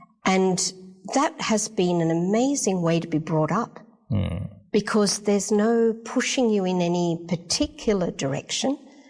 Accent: Sydney, New South Wales, Australia; born there; I was born in Sydney, in Australia. And my parents were Catholic, and so I was in a Catholic primary school.

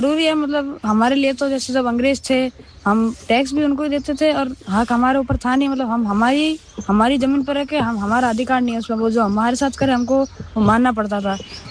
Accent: Jaipur, Rajasthan, India; मैं वैसे जयपुर का हूँ।

